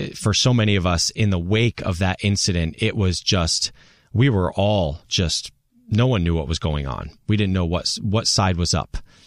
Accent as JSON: {"language": "English", "region": "New Jersey", "country": "United States", "tie": "born or raised there", "said": "I could see them from my street where I grew up in New Jersey"}